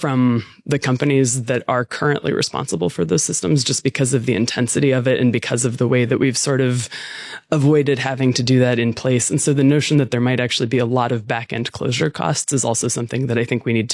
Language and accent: English; United States; as an American